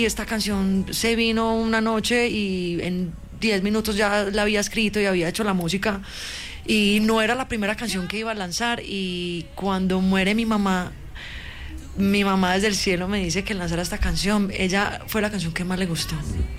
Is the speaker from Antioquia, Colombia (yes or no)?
yes; Medellín, Antioquia, Colombia; Yo soy de San Cristóbal.